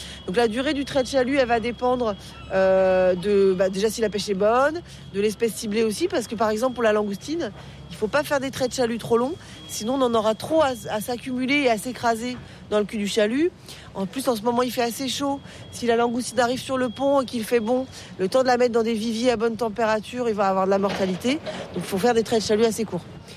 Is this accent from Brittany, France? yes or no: yes; Brittany, France; On dit le bao, sinon chez nous en Bretagne.